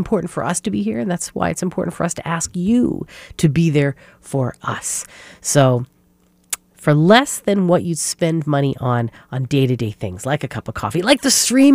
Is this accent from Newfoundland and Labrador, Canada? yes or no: yes; Newfoundland and Labrador, Canada; now in Toronto, Canada; I'm from Newfoundland, and English is a tough one for us, for the way we wrap our heads around the words.